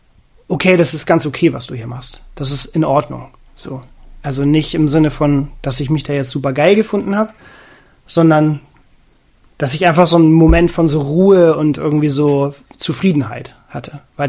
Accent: Northern Germany, Germany; wir sind aus Norddeutschland.

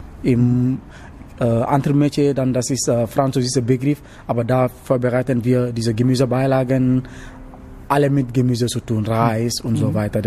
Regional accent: Dakar, Senegal; German is a second language; now in Germany

